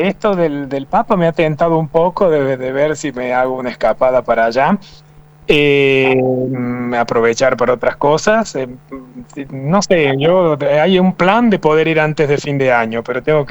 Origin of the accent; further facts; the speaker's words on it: Argentina; lo decimos como argentinos